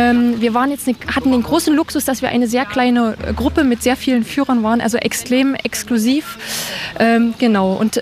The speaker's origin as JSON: {"language": "German", "town": "Leipzig", "region": "Saxony", "country": "Germany", "said": "Wir sind aus Leipzig."}